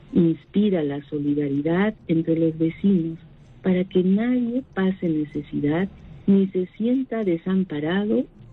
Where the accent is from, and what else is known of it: Peru